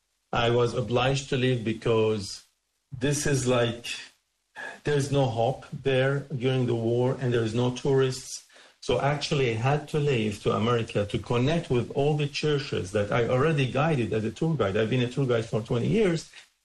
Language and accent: English; Jerusalem, Jerusalem District, Israel; Because I am from Jerusalem. The Via Dolorosa is my playground.